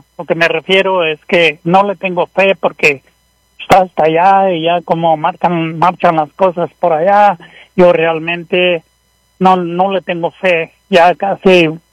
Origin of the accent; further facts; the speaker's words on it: Guerrero, Mexico; also born or lived in Cuernavaca, Morelos; now in Brighton, United States; Yo soy originario del estado de Guerrero, pero yo llegué a vivir ahí en Morelos, en una colonia de Cuernavaca. Y realmente, como dijo el chiste, la India María, ahora ya no soy ni de aquí ni de allá